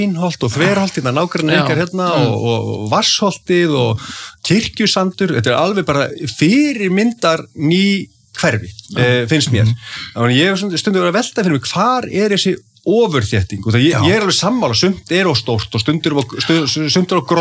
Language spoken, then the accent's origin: Icelandic; Capital Region, Iceland; Ég alinn upp í Breiðholtinu. Já. Í hólunum í Breiðholti og til að byrja með, þegar ég bara mjög lítið, þá eru enga strætósamgöngur.